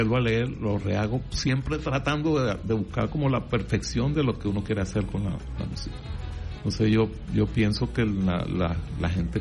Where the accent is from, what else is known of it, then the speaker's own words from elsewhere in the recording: Cata, Aragua, Venezuela; born there; moved away; Yo voy una oportunidad para Cata, ¿no? Voy para mi pueblo.